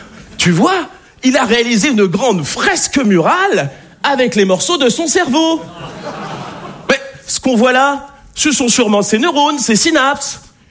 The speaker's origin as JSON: {"language": "French", "region": "Nouvelle-Aquitaine", "country": "France", "said": "Je viens d'un petit village de Charente, de 300 habitants, et je sais ce que vous vous dites sur la Charente."}